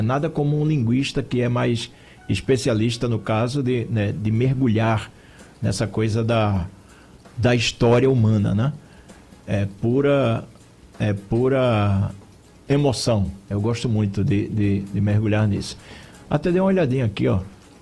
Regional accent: Brazil; nós, enquanto brasileiros

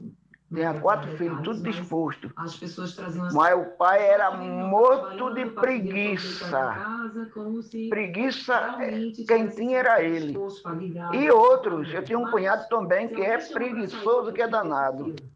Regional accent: Nazaré da Mata, Pernambuco, Brazil; Anne, eu sou de Nazaré da Mata, que está falando é … motorista.

